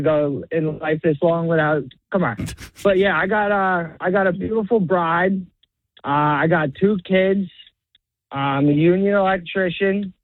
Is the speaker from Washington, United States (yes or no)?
no; Lacey, New Jersey, United States; I'm from Lacey.